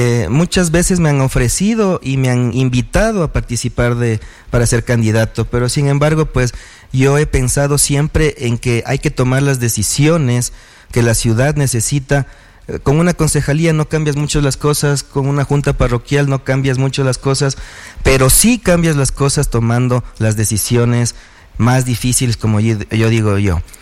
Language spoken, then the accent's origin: Spanish; Latacunga, Cotopaxi, Ecuador